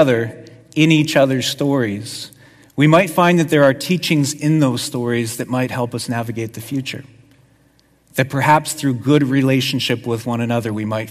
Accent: Winnipeg, Manitoba, Canada; I come from Winnipeg. I know that the Manitoba landscape can be very harsh.

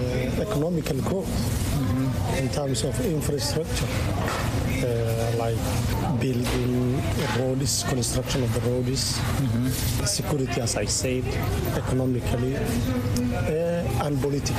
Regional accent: Mogadishu, Banaadir, Somalia; moved away; I am from a country called Somalia, which locates eastern sides of the African continent. I come from there, Somalia.

